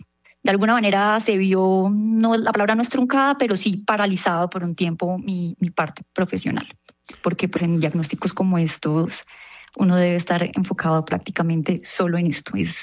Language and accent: Spanish; Cúcuta, Norte de Santander, Colombia; now in Bogotá, Colombia; Bueno, yo soy cucuteña, tengo 29 años, estudié acá en Bogotá